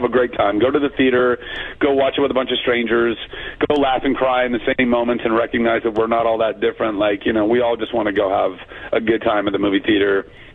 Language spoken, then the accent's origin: English; United States; I might have been the only American actor they saw